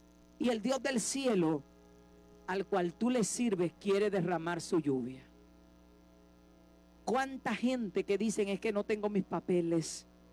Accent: Dominican Republic; nosotros como dominicanos

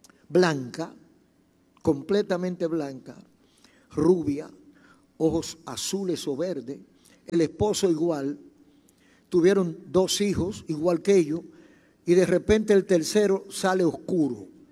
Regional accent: Dominican Republic; Nosotros no nos damos cuenta que nos parecemos, todos los dominicanos nos parecemos.

